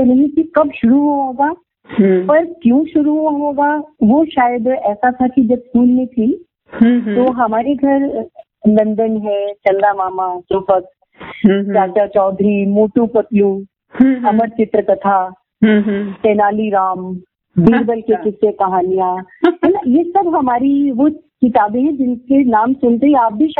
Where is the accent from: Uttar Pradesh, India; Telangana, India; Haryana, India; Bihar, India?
Haryana, India; Panipat; born there; also born or lived in Chandigarh; मेरा जन्म आरती जी चंडीगढ़ में हुआ। मेरे पेरेंट्स पंजाब से सरोकार रखते थे और फादर अपनी नौकरी के चलते हरियाणा में रहे। तो मेरी सारी शिक्षा हरियाणा से ही है जी, स्कूल है, कॉलेज है, ये पानीपत में हुआ